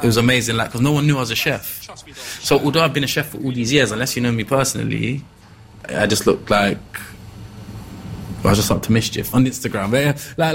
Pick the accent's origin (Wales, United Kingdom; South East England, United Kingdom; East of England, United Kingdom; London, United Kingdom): London, United Kingdom; Peckham; But growing up in Peckham, people weren't, for my demographic, weren't really putting out YouTube videos and showing personality and stuff like that.